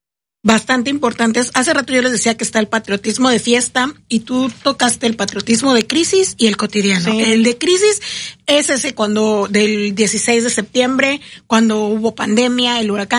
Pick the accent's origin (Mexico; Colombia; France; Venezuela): Mexico; somos mexicanos emocionales, no cívicos.